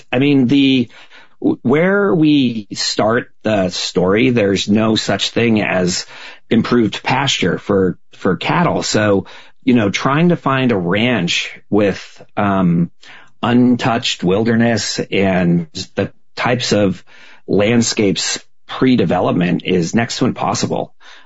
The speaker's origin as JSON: {"language": "English", "region": "New England", "country": "United States", "tie": "born or raised there", "also_born_or_lived": "New York City", "moved": "yes", "said": "I grew up in New England and I've spent most of my career in New York City. And I've spent time in Florida"}